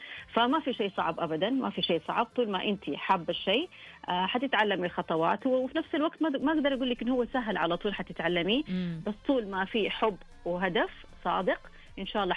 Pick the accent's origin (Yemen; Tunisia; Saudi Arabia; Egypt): Saudi Arabia; هوية بلادي المملكة العربية السعودية